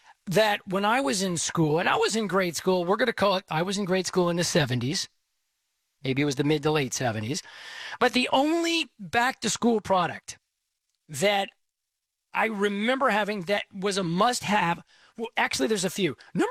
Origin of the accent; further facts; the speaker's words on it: Texas, United States; I am from Texas. I am based in Texas. I am heard worldwide, but I am very proud of the great state of Texas.